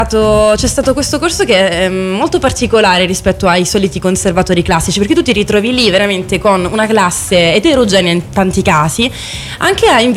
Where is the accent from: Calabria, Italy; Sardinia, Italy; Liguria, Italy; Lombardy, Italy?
Calabria, Italy; Siamo calabresi.